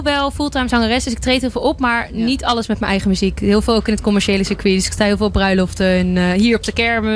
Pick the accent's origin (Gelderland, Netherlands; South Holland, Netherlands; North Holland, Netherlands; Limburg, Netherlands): Gelderland, Netherlands; Doetinchem; Nou, ik kom uit Doetinchem